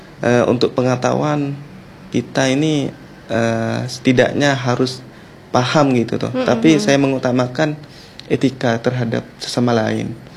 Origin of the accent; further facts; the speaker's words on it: Sampang, East Java, Indonesia; Kalau saya pribadi dari Sampang kan dekat, dari Sampang ke Surabaya kan seperti itu.